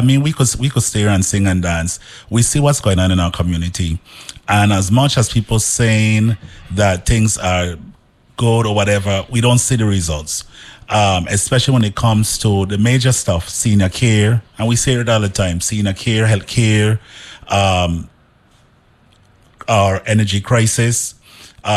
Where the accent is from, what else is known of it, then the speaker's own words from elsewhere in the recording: Frederiksted, St. Croix, U.S. Virgin Islands; also born or lived in Brooklyn, New York; I was born and raised here in St. Croix. I attended both the public and parochial school system. And I graduated from Boys and Girls High School in Brooklyn, New York.